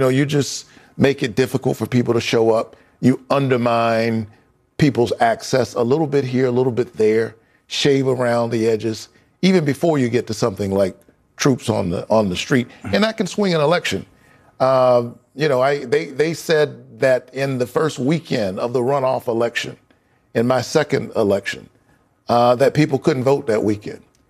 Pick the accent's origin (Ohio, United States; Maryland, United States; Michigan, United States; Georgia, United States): Georgia, United States; I'm from Georgia